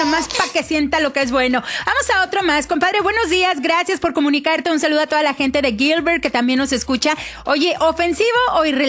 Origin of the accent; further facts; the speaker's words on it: Mexico; moved away; toda la comunidad mexicana que vivimos acá